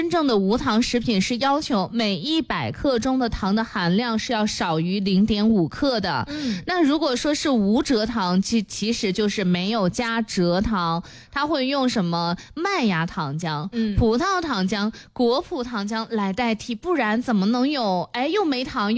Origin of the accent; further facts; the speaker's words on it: Linfen, Shanxi, China; 我在临汾出生长大